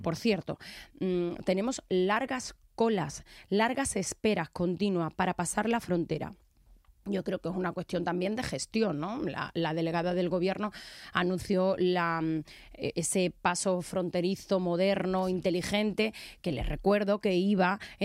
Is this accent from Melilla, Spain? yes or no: yes; Melilla, Spain; porque somos más melillenses, porque tenemos el mismo derecho que el resto de españoles.